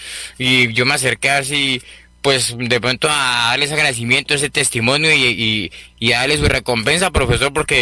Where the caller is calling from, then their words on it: Ubaté Province, Cundinamarca, Colombia; De la provincia de Ubaté.